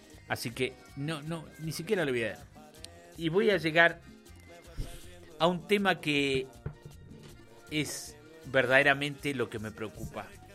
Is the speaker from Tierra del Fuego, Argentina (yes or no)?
yes; Tierra del Fuego, Argentina; ¿Saben cuántas noches de vigilia hemos pasado en mi Tierra del Fuego para conmemorar el 2 de abril?